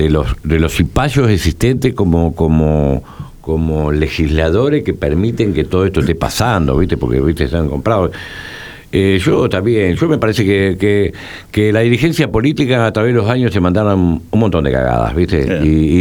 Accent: Argentina

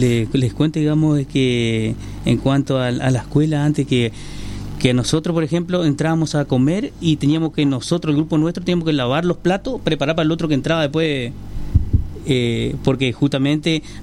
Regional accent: Reconquista, Santa Fe, Argentina; now in Villa Ocampo area (Román), Argentina; Yo no soy de Román, de Reconquista, pero ya estoy viviendo acá.

